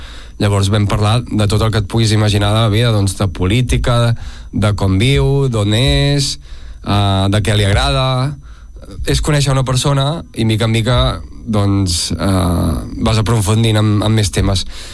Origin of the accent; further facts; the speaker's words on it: Catalonia, Spain; jo m'estimo molt el català, sóc català